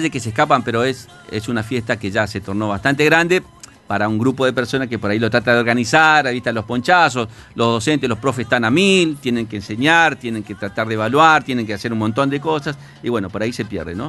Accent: Román, Santa Fe, Argentina; somos acá de Román, Santa Fe, provincia de Santa Fe, República Argentina, departamento San Javier.

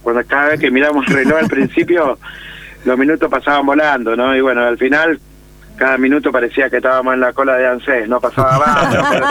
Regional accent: Santa Fe, Argentina; yo escucho Cadena O toda la mañana cuando me levanto, porque soy santafesino y que me interesa saber todo lo que pasa en la bota.

